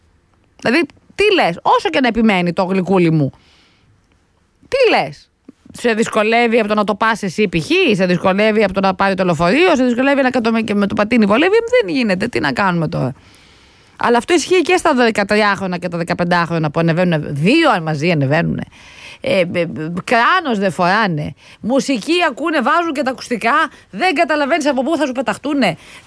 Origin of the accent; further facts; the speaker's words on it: Peloponnese, Greece; κάτω στην Πελοπόννησο, στο χωριό μου